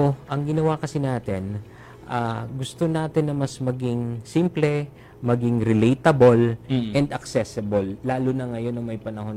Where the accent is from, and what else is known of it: Masbate, Bicol Region, Philippines